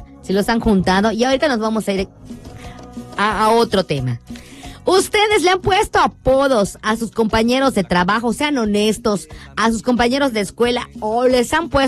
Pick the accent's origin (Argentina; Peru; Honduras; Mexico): Mexico; Porque todos somos mexicanos.